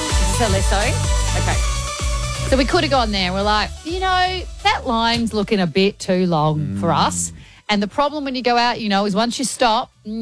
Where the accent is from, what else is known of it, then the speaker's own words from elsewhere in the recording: Australia; They knew we're from Australia